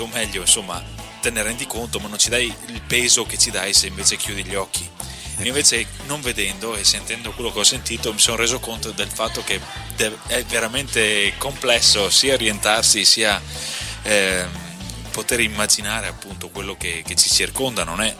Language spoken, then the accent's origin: Italian; Polesella, Veneto, Italy; now in Padua, Italy; Io sono originario di Rovigo, cioè di Polesella, in provincia di Rovigo.